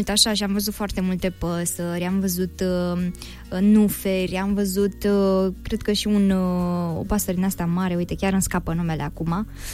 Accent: Buzău, Buzău County, Romania; born there; sunt din Buzău

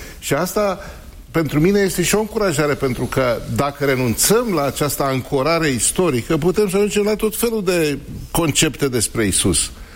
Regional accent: Romania; eu sunt creștin și după aia sunt român.

